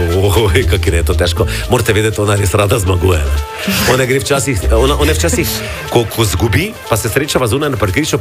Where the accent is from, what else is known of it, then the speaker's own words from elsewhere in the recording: Maribor, Drava, Slovenia; moved away as an adult; jaz sem ponosen Mariborčan. Ne glede na to, da že 20 let živim v drugem mestu, sem jaz še vedno v bistvu nenavadno veliko časa v Mariboru, ker skos obiskujem moje starše.